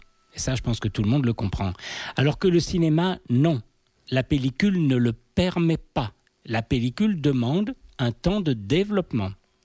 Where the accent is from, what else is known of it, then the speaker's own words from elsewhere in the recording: Châteauroux, Centre-Val de Loire, France; Moi, j'étais originaire de Châteauroux, et il y avait une base américaine de l'OTAN.